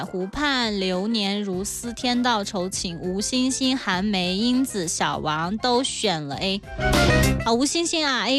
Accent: Qinghai, China; 咱们青海人叫什么软梨是吧

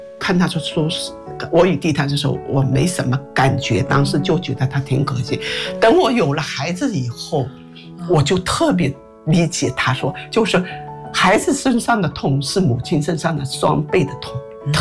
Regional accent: Hangzhou, Zhejiang, China; 因为我是杭州江南长大的

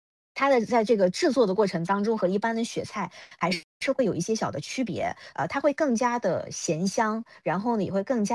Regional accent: Hangzhou, Zhejiang, China; 我们呢在杭州方言当中很多的儿化音，它的这个儿它是要发出来的

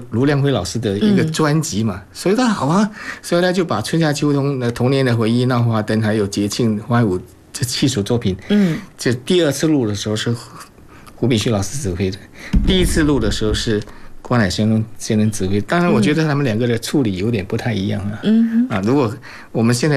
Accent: Singapore; 因为他是印尼华侨，我是新加坡华侨嘛，我们会说一些土话啦。

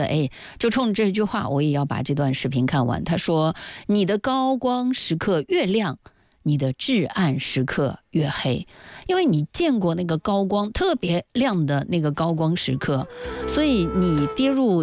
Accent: China

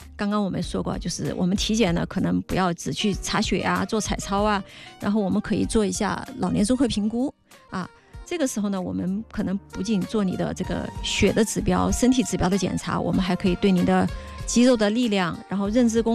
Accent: China

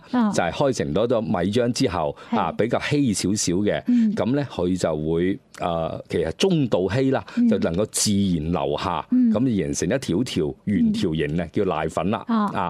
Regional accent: Guangzhou, Guangdong, China; 譬如我哋廣州，我哋食得比較鮮味、比較淡味啦。咁其實可以體現咗我哋廣州人其實就 冇乜脾氣嘅，其實啊，比較隨，比較包容，比較隨和嘅

